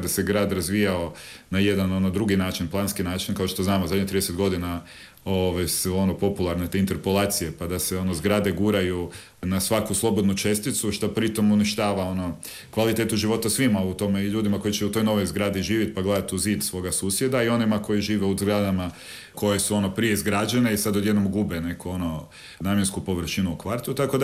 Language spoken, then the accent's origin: Croatian; Zagreb, City of Zagreb, Croatia; Ja sam odrastao u Travnom i tamo još uvijek živi dio moje obitelji